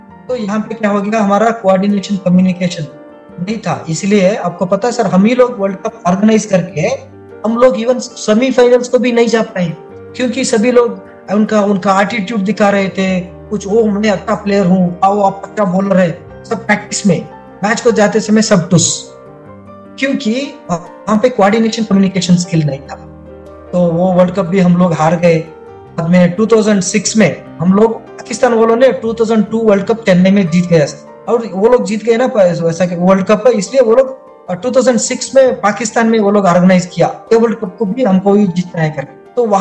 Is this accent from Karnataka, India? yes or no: yes; Karnataka, India; first language Kannada; Hindi is a second language; मेरा mother tongue है कन्नड़ा, आपको पता है कर्नाटका में खाली कन्नड़ा बात किया जाता है।